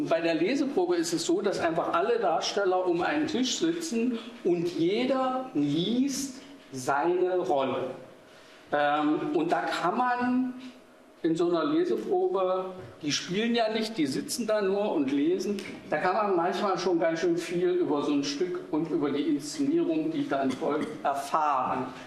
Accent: Dessau, Saxony-Anhalt, Germany; ich bin in Dessau geboren und auch aufgewachsen. Ich habe die Stadt verlassen, da hatte sie nur 100.000 Einwohner.

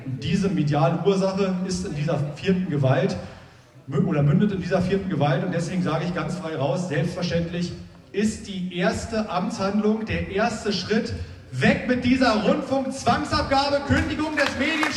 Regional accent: Tangermünde, Saxony-Anhalt, Germany; Ich bin Altmärker, ich komme aus Tangermünde.

